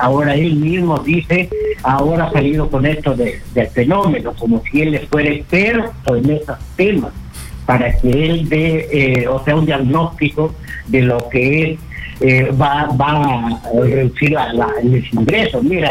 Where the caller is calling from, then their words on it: Trujillo, La Libertad, Peru; de Trujillo